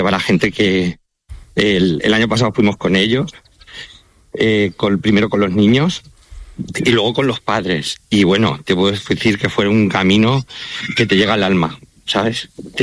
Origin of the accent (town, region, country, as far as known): Santa Cruz de los Cáñamos, Castilla-La Mancha, Spain; accent: Manchego; now in Albacete, Spain